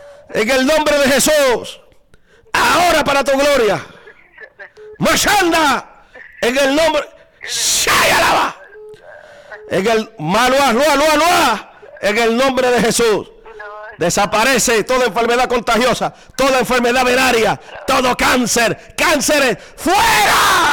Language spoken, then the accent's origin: Spanish; Cataño, Puerto Rico; oro por el pueblo de Cataño, por mi pueblo de forma especial.